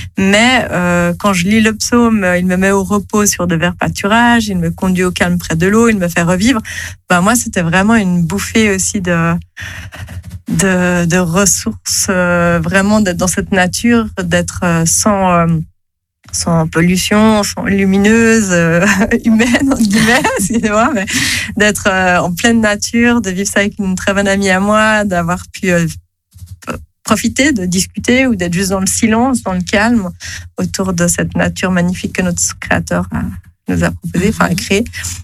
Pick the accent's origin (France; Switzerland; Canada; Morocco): Switzerland; Geneva; je viens de Genève, donc on a laissé à Genève tout ce qui était à Genève